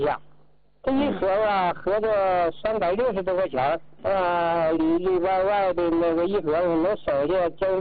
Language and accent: Chinese; Jilin, China; 我家是吉林的。